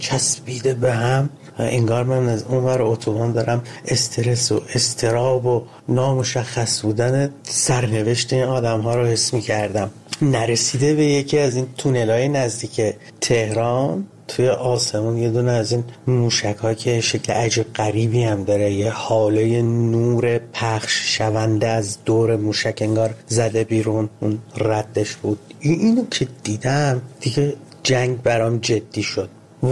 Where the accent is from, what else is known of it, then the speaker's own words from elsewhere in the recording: Ahvaz, Khuzestan, Iran; من کودکیم توی جنگ گذروندم، اهواز، و در تمام طول 8 سال جنگ من با این سیر افزایشی بمباران‌ها بزرگ می‌شدم.